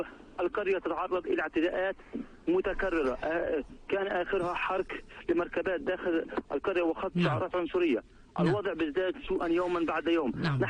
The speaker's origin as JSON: {"language": "Arabic", "town": "Umm Safa", "region": "Ramallah and al-Bireh Governorate", "country": "Palestine", "said": "هو وأهالي أم صفا لن نرحل ولن نترك منازلنا مهما بكت الظروف ومهما بكت الاعتداءات."}